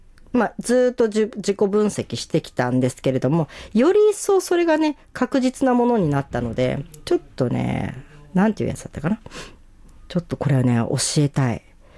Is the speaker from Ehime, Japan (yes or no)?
no; Otaru, Hokkaido, Japan; born there; どこで生まれたかで、私はあの小樽って入れて、